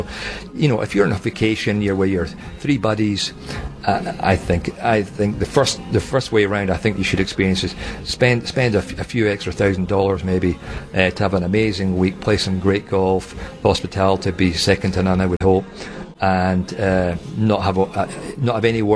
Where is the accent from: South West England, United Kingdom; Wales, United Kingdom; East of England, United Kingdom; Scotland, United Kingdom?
Scotland, United Kingdom; St Andrews; Born and raised in St Andrews.